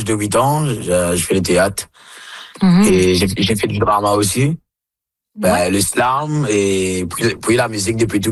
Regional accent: Mauritius; Comme nous sommes bilingues, nous sommes aussi, nous parlons le français et l'anglais déjà dès l'âge de 5 ans, obligatoire à l'île Maurice. Et puis après, quand vous parlez le créole

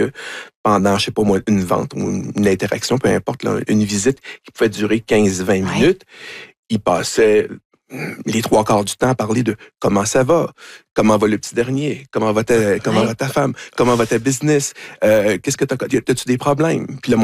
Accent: Quebec, Canada; Quel accent? On perçoit un accent français. On est des Canadiens. Ah, blablabla, bla, bla, québécois, etc.

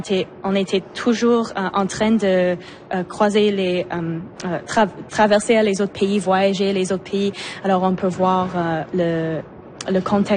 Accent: Montreal, Quebec, Canada; parce que on vient de Montréal puis on a essayé de trouver une façon de amener tous les instruments de Montréal jusqu'à Vancouver.

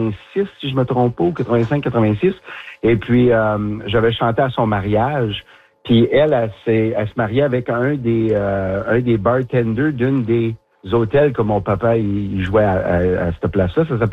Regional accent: Smooth Rock Falls, Ontario, Canada; moved away as an adult; now in Ottawa, Canada; Je suis un petit gars du nord de l'Ontario, moi aussi. Je viens de Smooth Rock Falls, Ontario. Alors, pas trop loin de Sudbury. Et puis, j'ai resté là 21 ans avant de m'en venir dans le bout d'Ottawa.

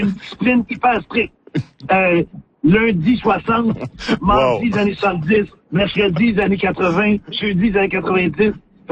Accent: Saint-Germain-de-Grantham, Quebec, Canada; le petit village d'où je viens, moi, Saint-Germain de Grande-Femme, dans le comté de Drummond.

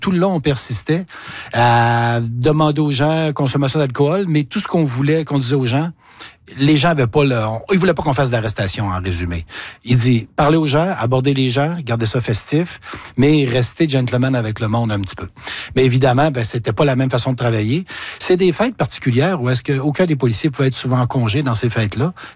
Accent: Quebec, Canada; moved away as an adult; now in Quebec City, Canada; je n'étais jamais venu participer à une fête de la Saint-Jean, sauf dans mon coin de pays, en Beauce.

